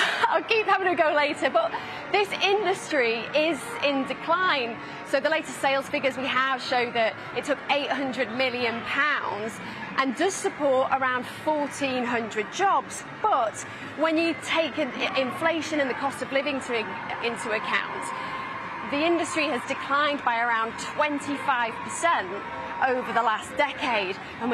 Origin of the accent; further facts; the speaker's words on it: Blackpool, North West England, United Kingdom; This is my hometown. The noise is something that I grew up with.